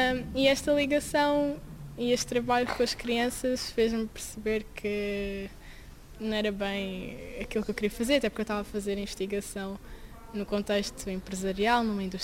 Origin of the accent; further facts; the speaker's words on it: Portugal; eu não vivo aqui em Rio de Moro, eu cresci em São Marcos